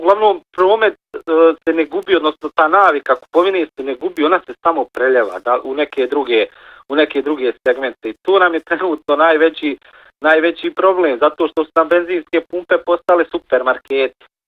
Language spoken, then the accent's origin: Bosnian; Kakanj, Federation of Bosnia and Herzegovina, Bosnia & Herzegovina; evo ja dolazim iz Kaknja i kod nas u Kaknju